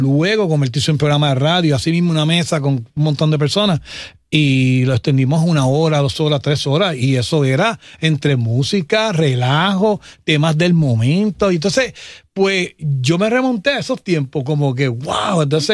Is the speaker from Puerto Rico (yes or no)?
yes; Puerto Rico; la forma de yo ser iba a ser basando en lo que yo me crié en Puerto Rico.